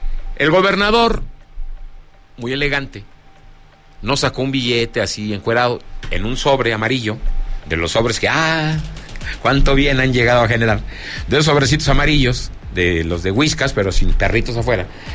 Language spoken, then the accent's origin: Spanish; Zacatecas, Mexico; de mi tierra Zacatecas